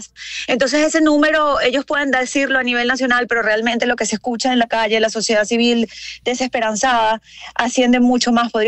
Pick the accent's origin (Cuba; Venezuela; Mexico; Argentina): Venezuela